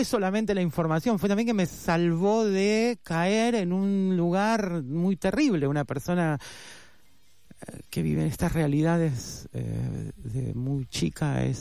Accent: Béccar, Buenos Aires Province, Argentina; moved away as an adult; En Buenos Aires, en Palermo, pero viví toda la vida en Bécar, San Isidro.

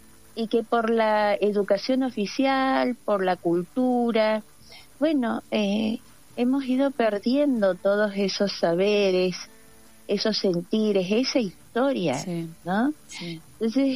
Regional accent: La Rioja, Argentina; revisar nuestra propia historia, ¿no?, como riojanos, como riojanas, recuperando el orgullo de serlo

